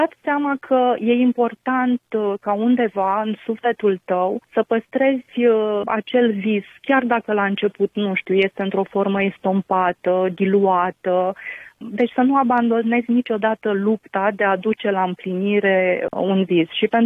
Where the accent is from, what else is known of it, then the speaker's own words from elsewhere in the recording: Iași, Iași County, Romania; moved away as an adult; now in Brussels, Belgium; m-am rupt de Iașul meu, de orașul natal și m-am stabilit împreună cu familia aici la Bruxelles.